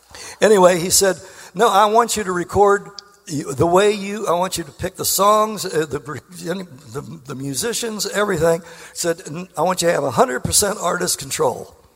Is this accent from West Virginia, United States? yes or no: yes; West Virginia, United States; born or raised there